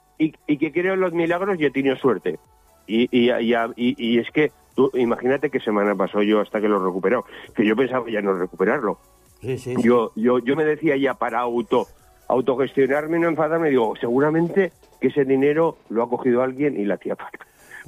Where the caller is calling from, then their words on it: Pamplona, Navarre, Spain; Un besito desde Pamplona y Iruña, y que estéis invitados a mis fiestas y a mi tierra.